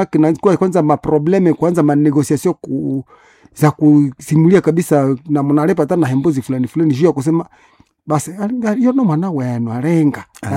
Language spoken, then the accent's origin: Swahili; Butembo, North Kivu, DR Congo; born there; Kuna jamaa mingi tulizaliwa hapa Butembo.